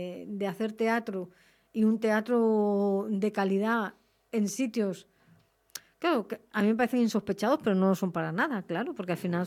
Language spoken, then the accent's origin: Spanish; Madrid, Community of Madrid, Spain; los que venimos a veces de Madrid